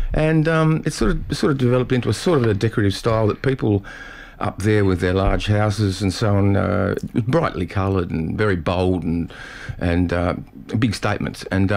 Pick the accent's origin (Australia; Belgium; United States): Australia; Tasmania; And I grew up in Tassie, down in the Derwent Valley, and I was always sort of really taken by the natural beauty here